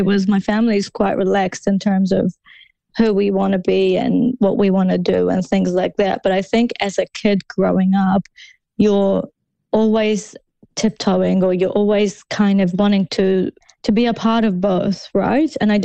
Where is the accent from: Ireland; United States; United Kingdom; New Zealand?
New Zealand; I am Muslim and I am Arab, but these are the things I like about being Muslim and Arab and I get to choose those things. And those are the things I like about being Kiwi